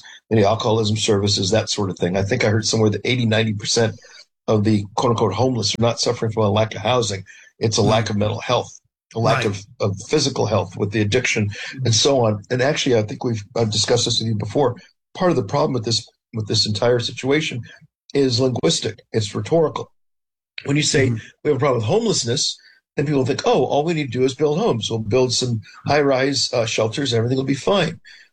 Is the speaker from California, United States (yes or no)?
yes; California, United States; moved away as an adult; I grew up out there. I spent the first 18 years of my life in California. When I grew up in the 60s, 70s, and 80s, the place was booming.